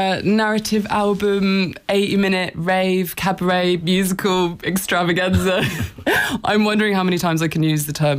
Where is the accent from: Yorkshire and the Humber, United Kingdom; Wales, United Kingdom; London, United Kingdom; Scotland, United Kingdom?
London, United Kingdom; also born or lived in Cork, Ireland; Born in Cork, raised in London, so I kind of live somewhere in between the Irish Sea, proud member of the Irish diaspora